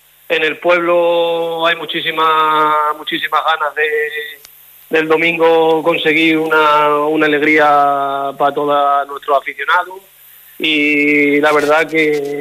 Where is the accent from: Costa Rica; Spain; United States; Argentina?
Spain; Quintana; al final el pueblo te tira mucho, y decidí volver a mi pueblo, a la regional, que conseguimos el ascenso ya hace unos añitos, y la verdad que muy contento de ayudar a mi pueblo en todo lo que pueda.